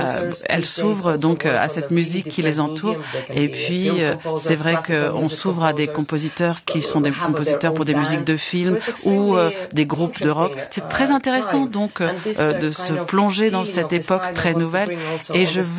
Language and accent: French; Finland; born or raised there